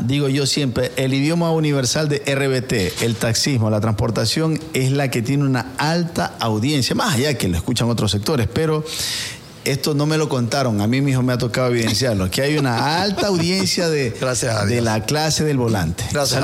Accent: Quevedo, Los Ríos, Ecuador; born there; nací acá, todos mis hermanos 100% quevedeños

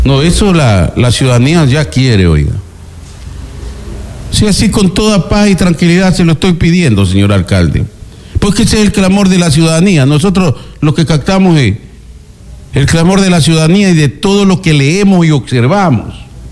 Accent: Santa Elena, Ecuador; Yo soy de Santa Elena

